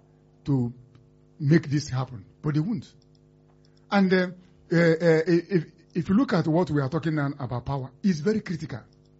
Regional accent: Anambra, Nigeria; I'm from Anambra State.

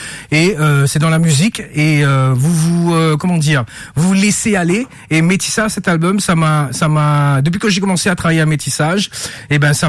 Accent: Spain; also born or lived in London; J'ai grandi en Espagne.

